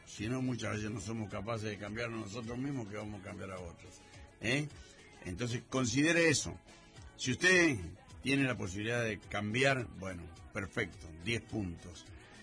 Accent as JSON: {"language": "Spanish", "country": "Argentina"}